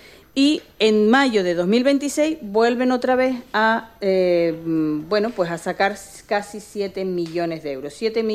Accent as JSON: {"language": "Spanish", "region": "Canary Islands", "country": "Spain", "said": "Yo también soy canaria."}